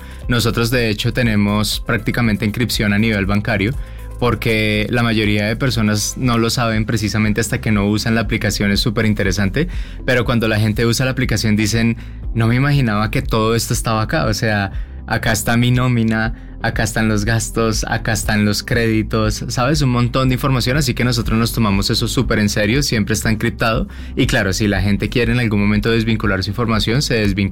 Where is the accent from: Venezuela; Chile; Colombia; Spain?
Colombia; now in Mexico City, Mexico; Sí, nosotros dos somos colombianos y nosotros llegamos a la Ciudad de México trabajando para Uber.